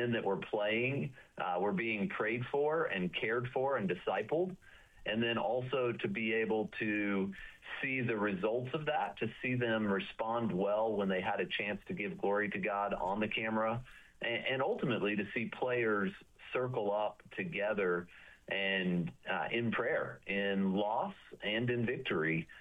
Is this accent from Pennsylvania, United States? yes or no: no; Amarillo, Texas, United States; moved away as an adult; now in Maryland, United States; Amarillo, Texas.